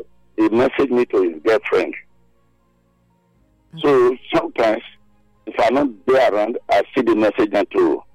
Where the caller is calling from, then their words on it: Benin City, Edo, Nigeria; I'm calling from Azagba, Benin City here.